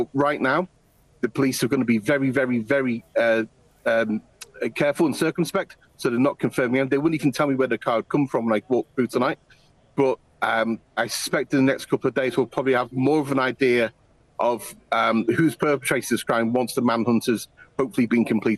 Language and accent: English; Liverpool, North West England, United Kingdom; now in Germany; We saw speculation in Liverpool a couple of years ago, my hometown